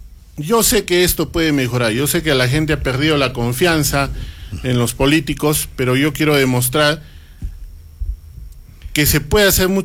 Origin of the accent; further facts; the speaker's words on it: Sachaca, Arequipa, Peru; es un ciudadano que nace en Sachaca.